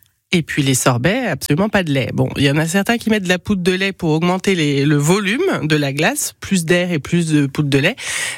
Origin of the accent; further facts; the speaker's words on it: Bourgogne-Franche-Comté, France; moved away as an adult; Et il me tenait à cœur de revenir dans ma région d'origine.